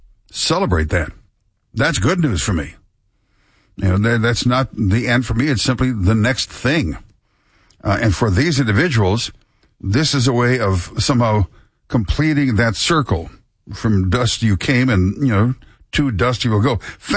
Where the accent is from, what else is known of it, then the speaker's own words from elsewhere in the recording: Scotland, United Kingdom; although I'm Scottish